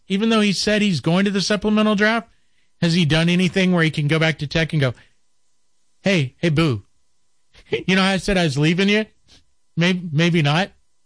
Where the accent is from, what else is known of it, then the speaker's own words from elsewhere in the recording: United States; I'm American.